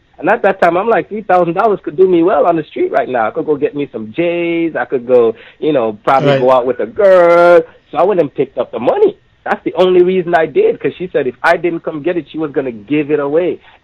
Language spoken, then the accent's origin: English; United States; Born and raised in Almondtown right there. Rima was just a stone throw away. Jungle was just a stone throw away.